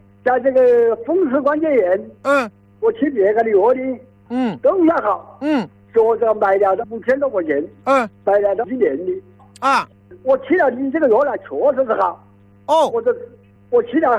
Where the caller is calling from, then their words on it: Wuhan, Hubei, China; 我是武汉市蔡甸区聚义街的协山村的户口。